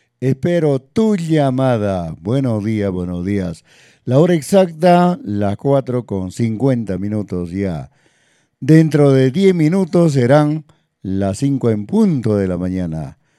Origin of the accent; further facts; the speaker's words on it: Ancash, Peru; Centro poblado de Coyur, en mi tierra natal